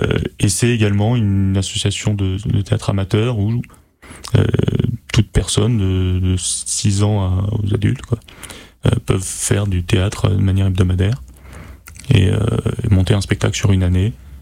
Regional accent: Paris, Île-de-France, France; parce que je viens de Paris à la base.

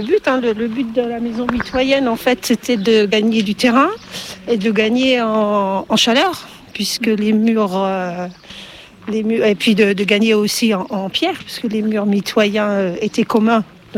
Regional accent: Ménil, France; donc j'habite Ménil, je suis née à Ménil. Donc, mon père était boulanger à Ménil. Donc, j'ai connu ce village dans son origine

